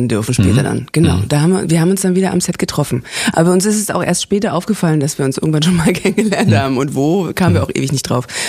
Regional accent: Zossen, Brandenburg, Germany; born there; Andere sagen Paris, ich bin in Zossen geboren.

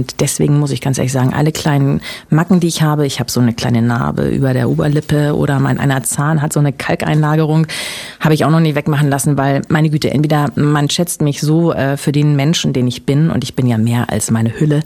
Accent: Berlin, Germany; Ja, ich bin ja Berliner.

